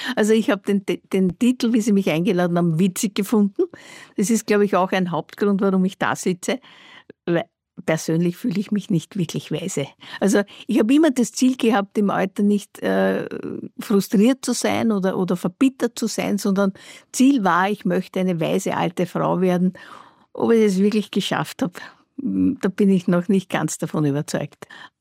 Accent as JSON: {"language": "German", "region": "Vienna", "country": "Austria", "tie": "born or raised there", "said": "Ich bin ein Gewächs in Floridsdorf aufgewachsen, aus der unteren Schicht kommend."}